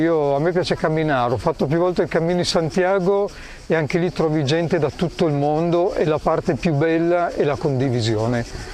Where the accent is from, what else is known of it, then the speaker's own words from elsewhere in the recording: Mongardino, Piedmont, Italy; arrivo da un paese, un paesino in Italia, si chiama Mongardino, in provincia di Asti, Piemonte, vicino a Torino.